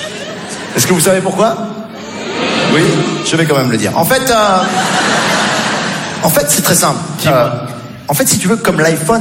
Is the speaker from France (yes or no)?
no; Morocco; born there